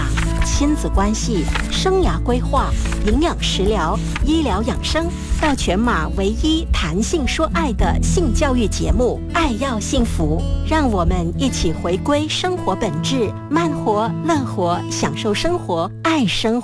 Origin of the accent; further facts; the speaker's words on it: Ipoh, Perak, Malaysia; 在霹雳州怡保我的家乡举办的2026年国庆月暨挥舞辉煌条纹推介礼